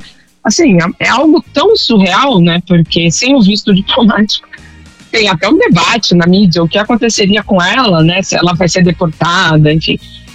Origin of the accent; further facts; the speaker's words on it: São Paulo, Brazil; born there; São Paulo, né, infelizmente, meu estado natal.